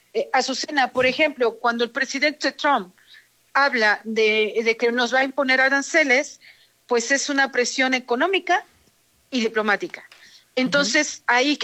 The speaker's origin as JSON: {"language": "Spanish", "country": "Mexico"}